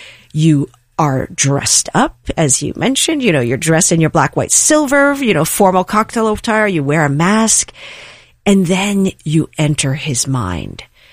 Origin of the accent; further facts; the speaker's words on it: New York, United States; And I grew up in New York in the 70s.